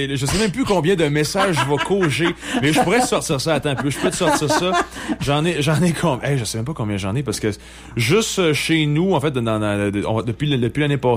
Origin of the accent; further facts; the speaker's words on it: La Malbaie, Quebec, Canada; Je viens de la Malbaie dans Charlevoix, puis c'est quelque chose que je tiens beaucoup. Mes racines sont très, très, très importantes pour moi.